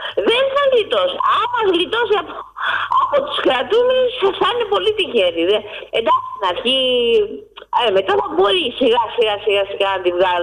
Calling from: Ymittos, Attica, Greece; από τον Ημιτό.

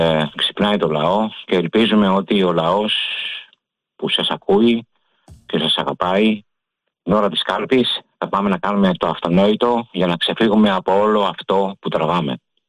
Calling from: Vyronas, Attica, Greece; από Βύρωνα.

